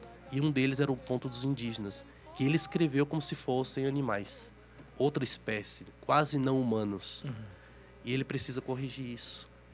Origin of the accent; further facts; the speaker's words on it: Salvador, Bahia, Brazil; moved away as an adult; also born or lived in São Paulo / Chile / Curitiba / Porto Alegre; now in Florianópolis, Brazil; Eu me formei em economia em Salvador, na Bahia. Eu nasci em São Paulo, cresci em Salvador.